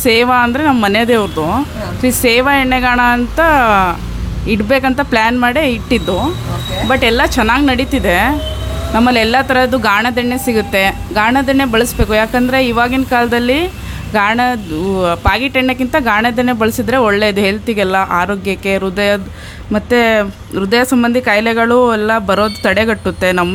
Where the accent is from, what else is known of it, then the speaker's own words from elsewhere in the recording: Tarikere, Karnataka, India; born there; ನಾನು ಹುಟ್ಟಿದ್ದು ತರೀಕೆರೆ ಎಂಬ ಹಾಸ್ಪಿಟಲ್ ಅಲ್ಲಿ ಹುಟ್ಟಿದ್ದು.